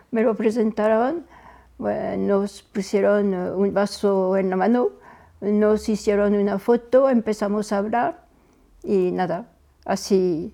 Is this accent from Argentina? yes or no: no; France; accent: French; Spanish is a second language; moved away as an adult; now in Spain; te diré que soy francesa. Me delata mi acento, lo siento después de tantos años vividos en España